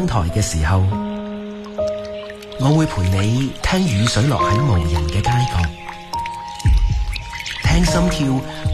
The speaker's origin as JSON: {"language": "Cantonese", "region": "Guangdong", "country": "China", "said": "睇嚟我哋广东人咧对于食呢一样嘢仲系好有追求啊！"}